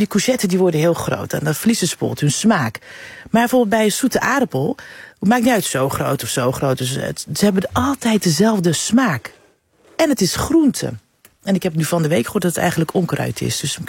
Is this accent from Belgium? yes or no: no; Curaçao; now in Almere, Netherlands; We gingen van Curaçao in Almere wonen. Ja. Want zei mijn moeder, ja, daar heb je regenboogbuurt. Dat is lekker kleurrijk. En we kwamen uit Curaçao